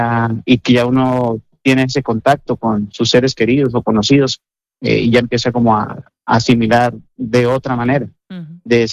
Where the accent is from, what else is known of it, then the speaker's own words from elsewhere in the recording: Norte de Santander, Colombia; now in Santiago de Compostela, Spain; Sí, yo soy del norte de Santander, pero sí, mi familia, por parte de mi esposa, son oriundos de Valle del Cauca. Uh-huh. Y llevo residenciado en Santiago de Compostela sobre 25 años.